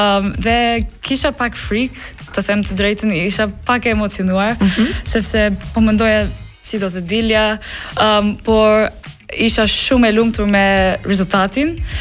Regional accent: England, United Kingdom; first language English; Albanian is a second language; moved away as an adult; now in Albania; Po, atëherë un jam lindur dhe rritur në Angli, por mami është nga India, babi nga Iran.

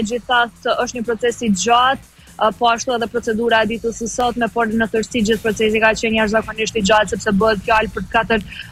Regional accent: Kosovo; si person se shqiptare e Kosovës, ne jemi të rritur me ushtrinë qytetare të Kosovës

